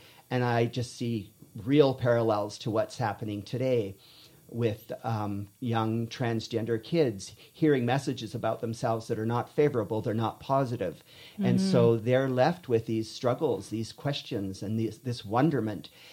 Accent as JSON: {"language": "English", "town": "Quesnel", "region": "British Columbia", "country": "Canada", "tie": "born or raised there", "said": "As a youth growing up in Quesnel"}